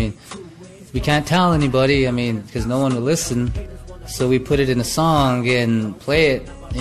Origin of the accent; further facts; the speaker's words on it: Manderson, South Dakota, United States; I'm from Manderson, South Dakota, on the Pine Ridge Indian Reservation. You know, hip-hop's big around here.